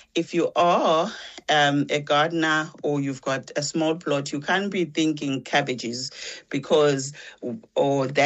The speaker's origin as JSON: {"language": "English", "region": "Eastern Cape", "country": "South Africa", "tie": "born or raised there", "moved": "as an adult", "lives_now": "Cape Town, South Africa", "said": "I was born in the Eastern Cape, raised in a self-sufficient home. So I moved to Cape Town about 20 years ago."}